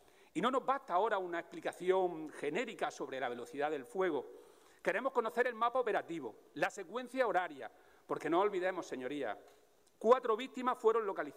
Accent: Turre, Andalusia, Spain; los bomberos de mi pueblo, de Turre.

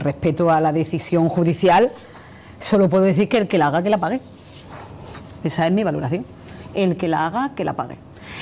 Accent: Jaén, Andalusia, Spain; Bueno, yo soy de Jaén y hace muchísimo calor.

